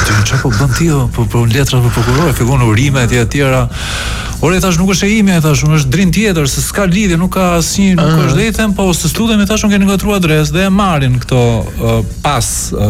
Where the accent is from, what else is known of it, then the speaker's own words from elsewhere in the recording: Tirana, Tirana County, Albania; born there; ne jemi nga Korça me origjin, babi im ka lindur në Tiranë dhe unë kam lindur në Tiranë